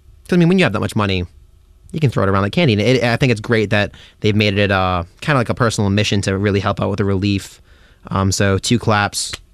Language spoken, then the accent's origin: English; Westport, Massachusetts, United States; I'm from Westport, Massachusetts.